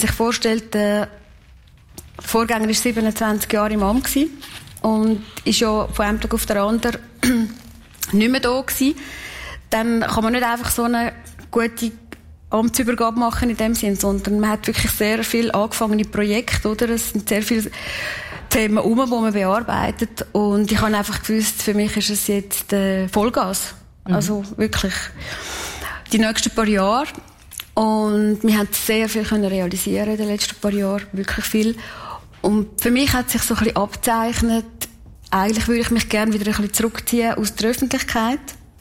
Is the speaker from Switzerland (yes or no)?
yes; Kaltbrunn, St. Gallen, Switzerland; born or raised there